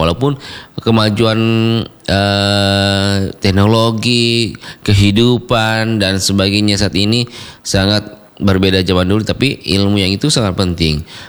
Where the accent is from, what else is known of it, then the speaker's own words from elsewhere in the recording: South Sulawesi, Indonesia; apalagi kita suku Bugis Makassar, mempunyai filosofi atau ilmu-ilmu yang diajarkan oleh orang tua dulu